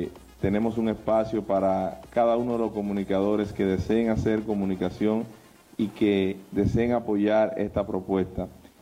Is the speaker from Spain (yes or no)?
no; Esperanza, Valverde, Dominican Republic; Nosotros, al igual que Connie, también Ronnie Manson y el doctor Rojas, que somos de aquí de Esperanza